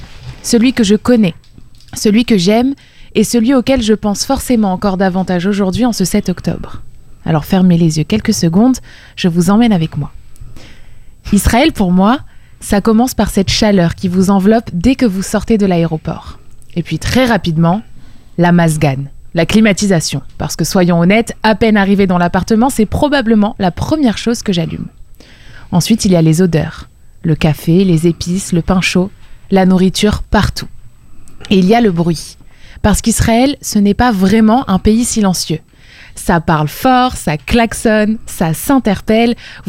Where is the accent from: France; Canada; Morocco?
France; ils savent déjà très bien qu'on est français.